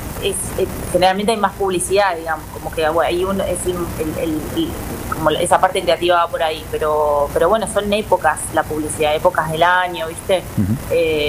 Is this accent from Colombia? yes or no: no; Los Polvorines, Buenos Aires Province, Argentina; moved away as an adult; yo soy de Puerto Ordines, de Malvinas Argentinas, muchísimo tiempo viví en Capital, después volví en un momento y tenía ganas de construir más por acá.